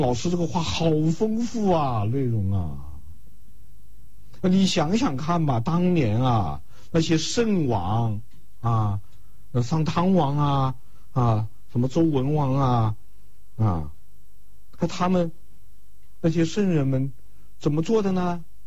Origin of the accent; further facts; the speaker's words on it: China; 我们中国人的这个学习方式和现在是不一样的